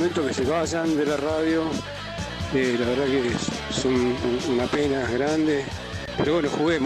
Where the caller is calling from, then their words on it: Argentina; ¿sabés que somos los argentinos? Somos un tango.